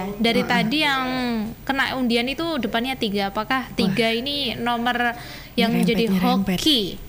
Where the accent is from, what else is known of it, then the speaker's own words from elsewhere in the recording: Nganjuk, East Java, Indonesia; Saya kan warga Nganjuk ya